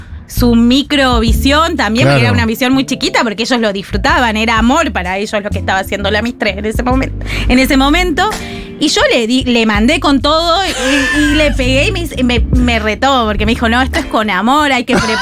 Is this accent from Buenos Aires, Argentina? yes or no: yes; Buenos Aires, Argentina; soy de Almagro, che.